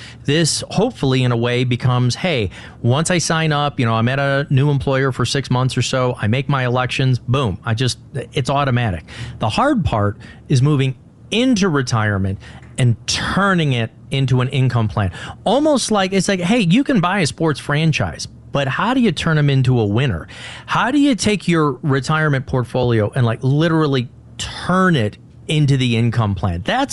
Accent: Chicago, Illinois, United States; born or raised there

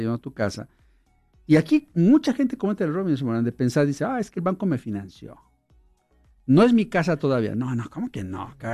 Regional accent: Mexico; En mis tiempos, cuando perdían los partidos allá, yo soy de México.

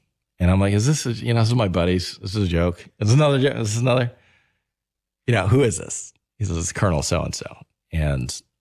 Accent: New York, United States; If this was a day after, it's personal, right? I'm from New York.

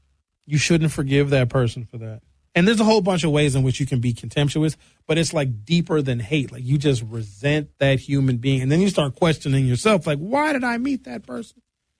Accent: Brown Deer, Wisconsin, United States; I know people I grew up with in Brown Deer that went to prom, got married, have kids

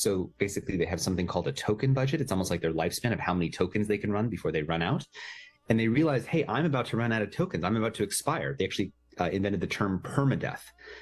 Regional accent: California, United States; so I'm from Silicon Valley.

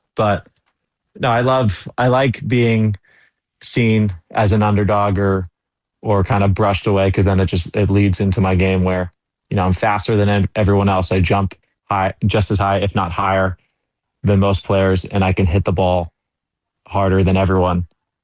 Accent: Los Angeles, California, United States; born there; this is my hometown for beach volleyball.

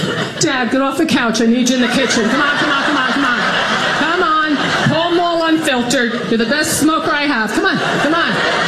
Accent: New Jersey, United States; Martha grew up in New Jersey. I grew up in New Jersey. Nobody marinades in New Jersey.

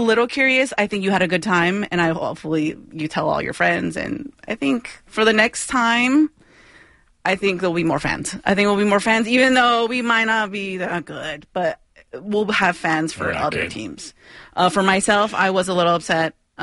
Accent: United States; Oops, I am American.

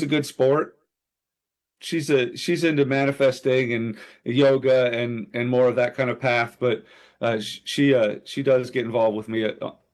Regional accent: Pennsylvania, United States; No, I'm originally from Pennsylvania.

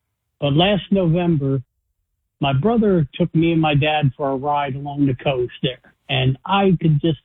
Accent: Pennsylvania, United States; now in Northeast Ohio, United States; I'm from Pennsylvania down there originally.

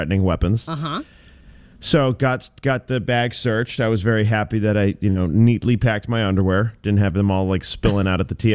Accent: Maine, United States

